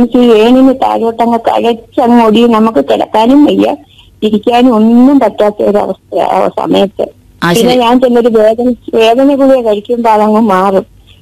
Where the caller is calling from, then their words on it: Chengannur, Kerala, India; ഞാൻ ചെങ്ങന്നൂർ, ചെറിയ നാട്.